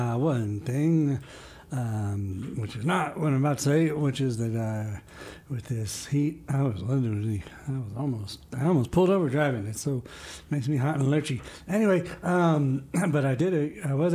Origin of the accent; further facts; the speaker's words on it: Baltimore, Maryland, United States; moved away; we grew up in Baltimore.